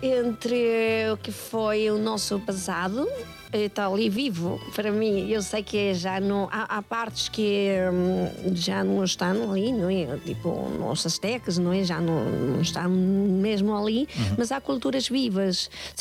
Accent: Mexico; Portuguese is a second language; now in Portugal; Claro que sou mexicana e como muita comida mexicana, mas também no meu dia a dia é português, ou seja, eu faço os pratos portugueses.

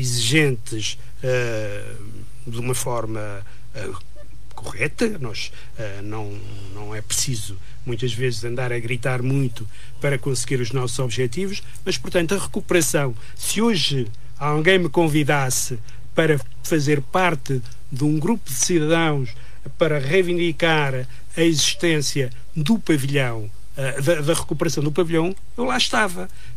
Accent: Madeira, Portugal; moved away; Eu sou madeirense

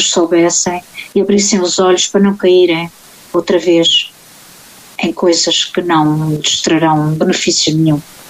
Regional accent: Portugal; born there; moved away; Eu sei o que era Portugal, sei o que era a minha terra, a minha aldeia, sei o que ela era no meu tempo de jovem criança e quando de lá saí, e sei o que ela é hoje quando lá volto.

